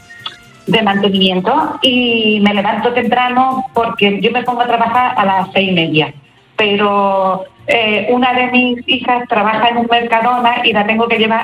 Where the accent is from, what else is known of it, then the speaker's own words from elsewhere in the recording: Tarifa, Andalusia, Spain; moved away; No, me gusta mucho hablar, yo soy andaluza, yo estoy aquí, vine aquí buscando trabajo y ya me quedé aquí.